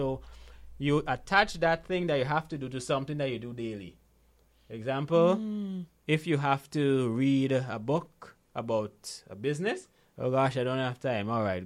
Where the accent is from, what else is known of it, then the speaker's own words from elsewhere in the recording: Guyana; born there; also born or lived in Grenada; I was born in Guyana, by the way.